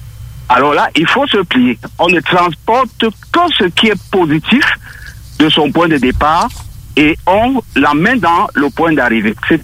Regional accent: Cameroon; moved away as an adult; now in Lévis, Canada; Ça fait 3 mois exactement que je suis installé à Lévis. Et je le précise venant directement de mon pays d'origine, qui est le Cameroun.

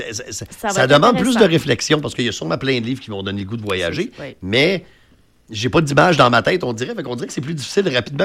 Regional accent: Quebec, Canada

